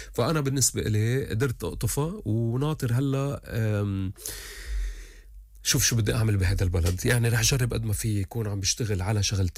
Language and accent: Arabic; Lebanon; بيخلينا ننبسط كلبنانية.